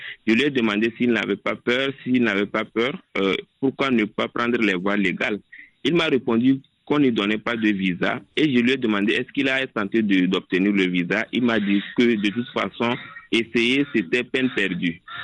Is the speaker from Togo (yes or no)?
yes; Togo; now in Ziguinchor, Senegal